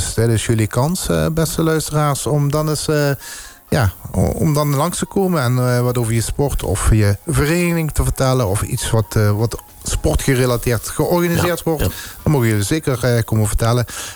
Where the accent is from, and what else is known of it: Netherlands